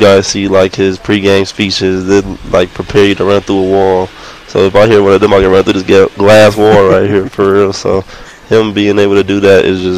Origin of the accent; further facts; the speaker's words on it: hometown, Arizona, United States; moved away; me being able to come like to my hometown